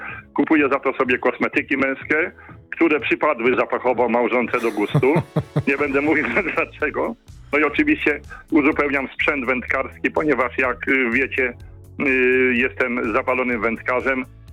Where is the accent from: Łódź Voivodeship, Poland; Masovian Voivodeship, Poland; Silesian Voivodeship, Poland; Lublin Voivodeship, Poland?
Masovian Voivodeship, Poland; moved away; Posiadam w mojej rodzinnej wiosce nad Narwią koło Pułtuska